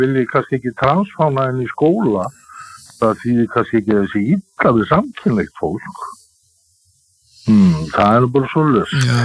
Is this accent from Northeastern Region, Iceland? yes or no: yes; Akureyri, Northeastern Region, Iceland; jú, eiginlega heimabæri minn líka